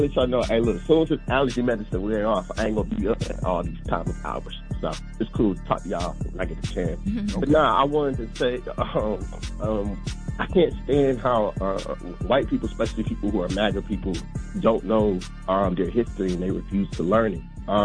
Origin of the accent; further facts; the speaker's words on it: College Park, Georgia, United States; now in Atlanta, United States; me, though I call from Atlanta, I'm really from College Park, Georgia, but I live in Atlanta.